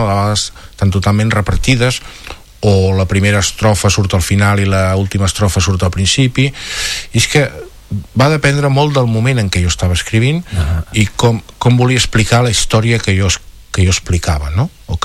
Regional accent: Figueres, Catalonia, Spain; jo sóc de Figueres

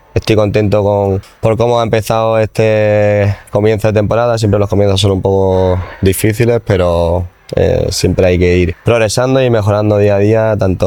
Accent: Cieza, Region of Murcia, Spain; no solo en mi pueblo, en Cieza, sino aquí donde he vivido y sigo viviendo y, como he dicho anteriormente, mi lugar de bienestar, donde estudié en su día

